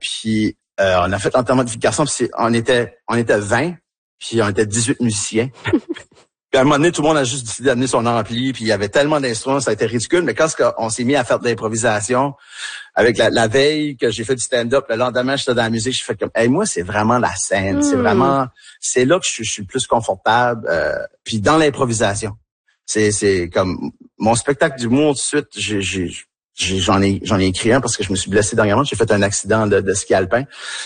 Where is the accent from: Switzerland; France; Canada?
Canada; New Brunswick; accent: Tracadie